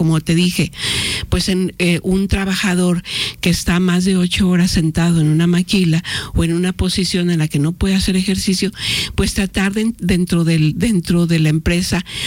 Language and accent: Spanish; Mexico; Somos mexicanos